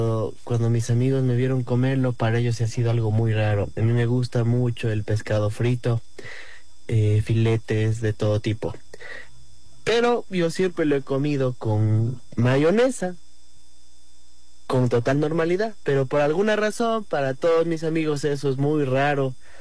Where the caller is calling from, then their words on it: Ambato, Tungurahua, Ecuador; desde aquí de Ambato.